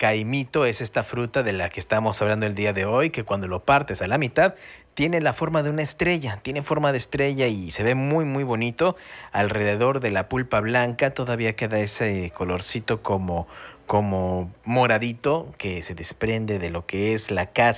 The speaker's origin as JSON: {"language": "Spanish", "region": "Mexico City", "country": "Mexico", "moved": "yes", "said": "allá en mi pueblo, en el Distrito Federal, en la Ciudad de México hoy día"}